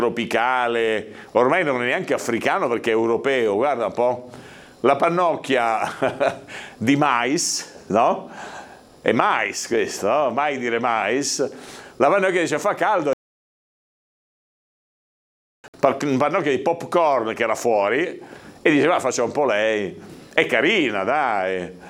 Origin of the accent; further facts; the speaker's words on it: Liguria, Italy; Ma non dico da Liguri, ma anche il milanese, non è che spreca, li butta via i pungidito, no? Siamo tutti molto attenti.